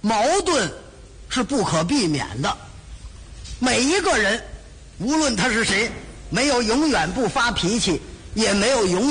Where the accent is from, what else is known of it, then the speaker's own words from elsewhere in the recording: Tianjin, China; 我们天津人讲话了，